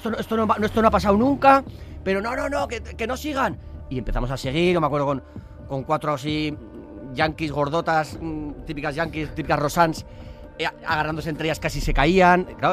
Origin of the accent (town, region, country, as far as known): San Sebastián, Basque Country, Spain